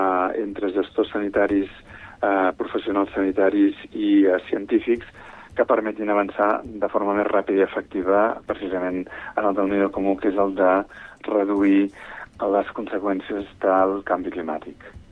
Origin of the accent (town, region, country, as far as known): Sant Cugat del Vallès, Catalonia, Spain; born or raised there